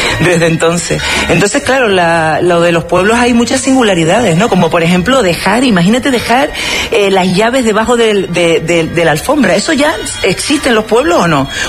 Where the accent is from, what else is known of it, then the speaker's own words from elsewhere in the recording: El Paso, Canary Islands, Spain; now in Madrid, Spain; O sea, cuento lo mismo, que soy del municipio del Paso, que me fui de La Palma por salir del Paso, ¿sabes?